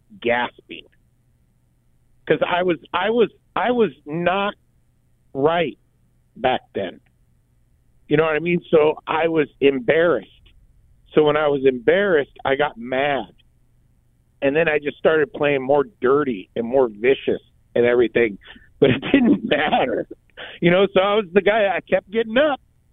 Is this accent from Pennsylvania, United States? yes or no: no; California, United States; I was the kid from California that had played a little bit.